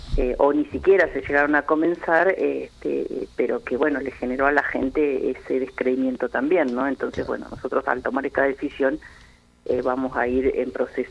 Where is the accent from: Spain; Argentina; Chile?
Argentina; Patagonia; nosotros, los que somos de la Patagonia